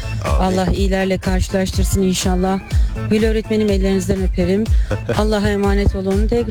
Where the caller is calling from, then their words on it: Antalya, Turkey; Antalya'dan sevgiler, selamlar